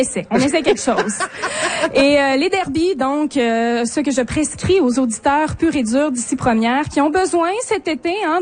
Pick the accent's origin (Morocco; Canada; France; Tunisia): Canada; Quebec; Moi, je viens de là. Je viens pas des Bergeron, mais je viens de la Haute-Côte-Nord.